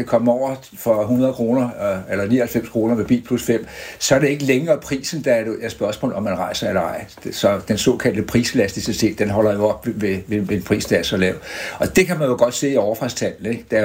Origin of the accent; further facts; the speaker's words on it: Capital Region of Denmark, Denmark; fordi jeg er jo bornholmer. Jeg bruger selv færgerne i dag, er ligesom alle andre bornholmere